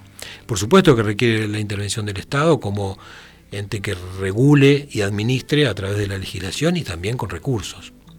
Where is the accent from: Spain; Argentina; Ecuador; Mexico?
Argentina